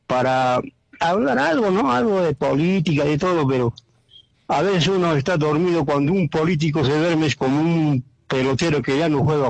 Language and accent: Spanish; Putina, Puno, Peru; also born or lived in Arequipa; Yo también habré estado años en Arequipa, pero siento más Putin. Y en Juliaca no voto yo, yo voto en Putin. Yo tengo que ir a votar a Putin, a mi pueblo querido